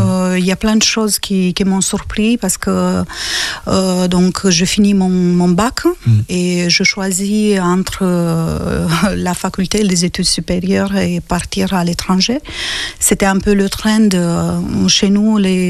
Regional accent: Războieni, Iași County, Romania; accent: Romanian; French is a second language; moved away as an adult; also born or lived in Italy; now in France; moi, je suis née à Iași, mais j'ai vécu à 50 km dans la campagne. Et cette petite ville que j'aime beaucoup s'appelle Războieni. Et c'est là que j'ai grandi.

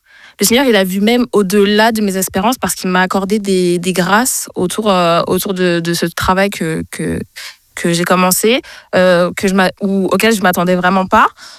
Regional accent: Île-de-France, France; moved away as an adult; Je viens de la région parisienne

